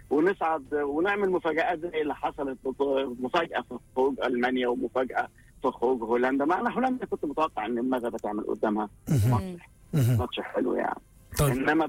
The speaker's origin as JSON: {"language": "Arabic", "country": "Egypt", "said": "احنا شتا دلوقتي 6 و7 و8، دول عز الشتا زي عندنا في مصر يناير وفبراير كده."}